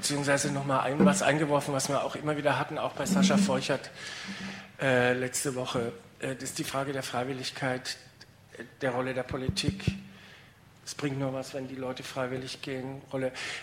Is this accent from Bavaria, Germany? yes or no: yes; Bavaria, Germany; ich bin in Bayern groß geworden